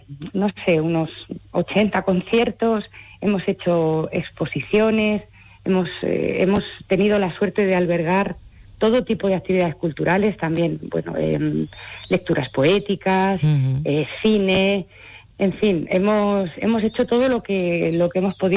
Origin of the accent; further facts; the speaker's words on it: Madrid, Community of Madrid, Spain; moved away as an adult; also born or lived in Segovia; now in Cortelazor, Spain; con 3 años, mis padres, que son de aquí, de Cortelazor y de Fuenteridos, nos llevaron a Madrid